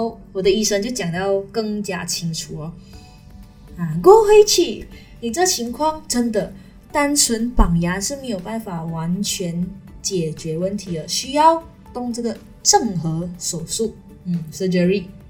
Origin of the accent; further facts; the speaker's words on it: Pahang, Malaysia; 我的家乡在彭亨直良